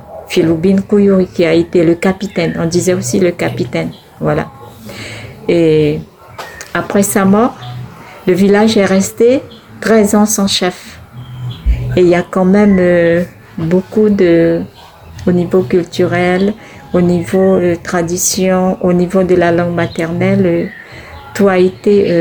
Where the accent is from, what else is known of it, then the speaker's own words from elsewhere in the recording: French Guiana; je parle un peu du cas de Bellevue, Yann, mon village. Donc le fondateur, c'est mon papa